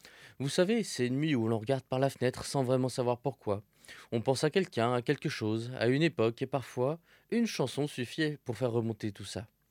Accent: France

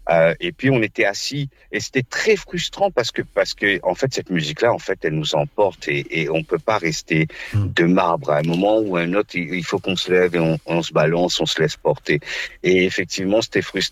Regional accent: Réunion; first language Réunion Creole; French is a second language; le créole quand même soit reconnu et pas juste une seconde langue, puisqu'on vit avec ça, on est avec ça, c'est notre langue natale.

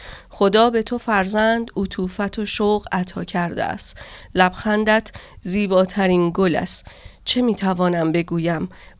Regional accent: Iran; French is a second language; moved away as an adult; now in France; Je viens d'Iran. J'ai 40 ans.

